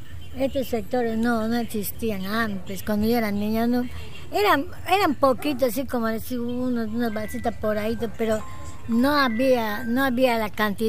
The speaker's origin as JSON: {"language": "Spanish", "town": "Belén", "region": "Loreto", "country": "Peru", "said": "yo soy de Belén, pero mi casa era por el mercado de Belén."}